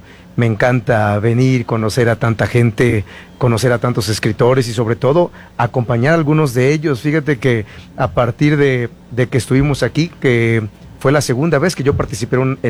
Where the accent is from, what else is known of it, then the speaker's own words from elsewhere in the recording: Misantla, Veracruz, Mexico; soy docente, soy director de una escuela secundaria allá en mi tierra, soy de Misantla, Veracruz.